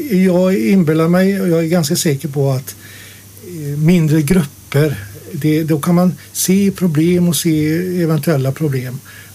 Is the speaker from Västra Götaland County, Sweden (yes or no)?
yes; Dingle, Västra Götaland County, Sweden; jag är född i Dingle med metropolen. Men vi hade väl kanske 900 personer eller 1000 invånare. Och jag är ju uppväxt på en liten skola.